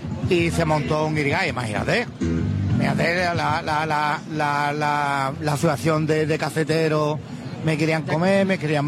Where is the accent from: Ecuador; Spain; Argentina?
Spain; La Línea de la Concepción, Andalusia; me gustaría felicitar al pueblo, a mi pueblo, pueblo de la línea.